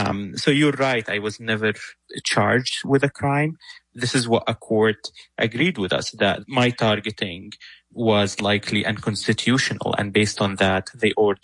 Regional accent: Syria; moved away as an adult; also born or lived in Lebanon; As you explained, I was born and raised in Syria. For 18 years, I lived there. But I was never really, like, Syrian.

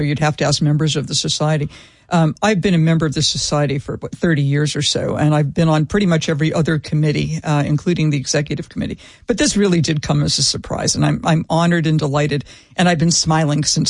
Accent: North Dartmouth, Massachusetts, United States; I grew up in North Dartmouth, Massachusetts. So if you know the neighbor, it's in between New Bedford and Fall River, or New Bedford and Fall River. And it was predominantly Portuguese Roman Catholic.

